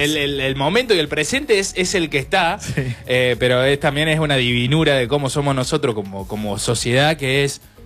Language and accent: Spanish; Argentina; eso también nos explica a nosotros como argentinos